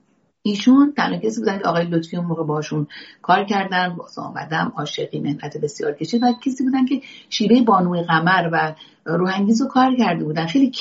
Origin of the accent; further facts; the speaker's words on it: Tehran, Tehran Province, Iran; من اصالتا بچه اشمت دوله تهرانم، متولد تهران هستم